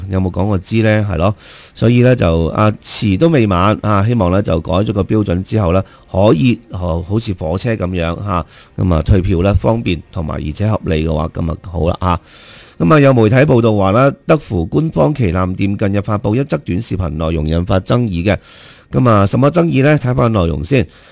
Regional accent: China; 就是我们中国人的一个传统方面明显是不啱的啦。

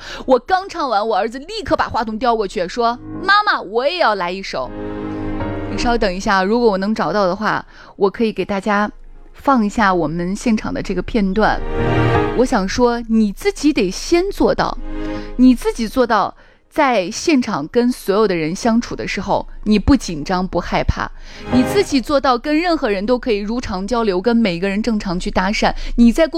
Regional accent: Shaanxi, China; 我们陕西话人还是风张野露的

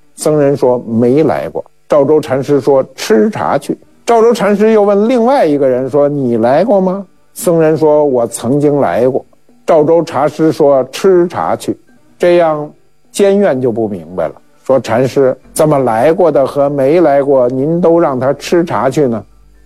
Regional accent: China

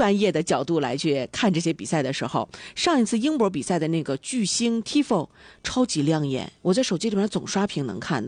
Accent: Northeast China, China; 但是场下咱就是东北人一家亲

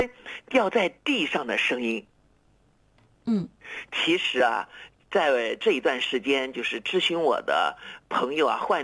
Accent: China; 我们中国人呢更常见呢是用摄氏多少度啊

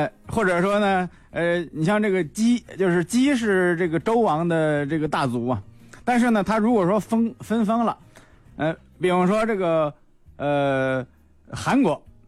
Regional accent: Hebei, China; 实际上我是河北人啊，就是我们老家那边直到上世纪的时候还有的地方是一日两餐的。

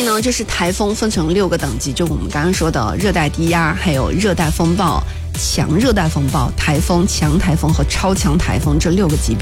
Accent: Guangdong, China; 不是因为我不是广东的，我就是广东的

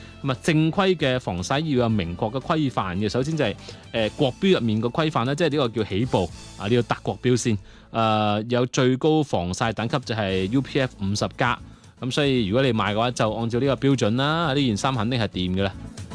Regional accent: Guangdong, China; 我哋廣東人

